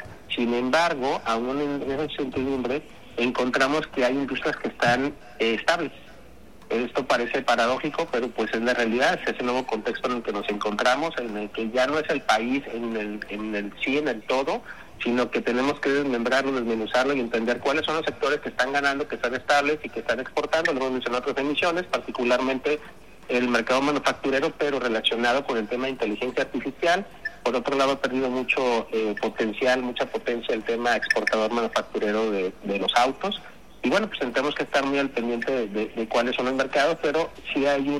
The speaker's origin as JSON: {"language": "Spanish", "country": "Mexico", "said": "nosotros como mexicanos y como habitantes vivimos todos los días"}